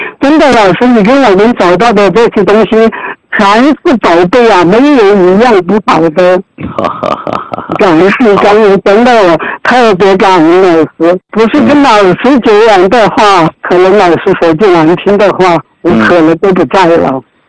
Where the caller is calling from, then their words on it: Suining, Sichuan, China; 我是来自四川遂宁的一位学员